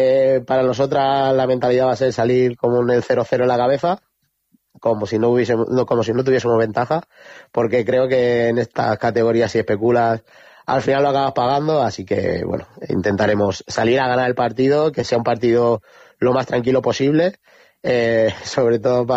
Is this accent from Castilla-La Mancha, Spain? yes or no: yes; Puertollano, Castilla-La Mancha, Spain; yo que soy aquí de Puerto Llano